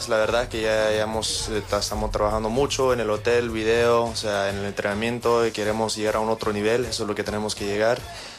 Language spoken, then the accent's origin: Spanish; Bolivia; Soy boliviano